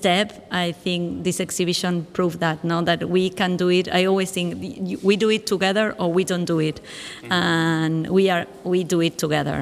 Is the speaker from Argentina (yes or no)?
yes; Argentina; English is a second language; I'm from Argentina, but for me it's important that I'm Latin American.